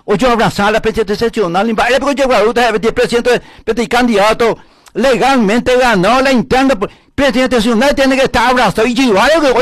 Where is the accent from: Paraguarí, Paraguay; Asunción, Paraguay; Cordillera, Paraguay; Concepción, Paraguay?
Paraguarí, Paraguay; Carapeguá; como colorado, como ciudadano carapegüeño paraguayo